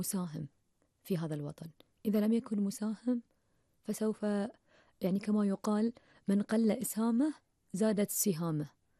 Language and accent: Arabic; Bahrain; إحنا كلنا معتزين بأن إحنا بحرينيين، بأن إحنا خليجيين. أعتز بسوي في سلوكي الأشياء اللي تعكس أن أنا بحرينية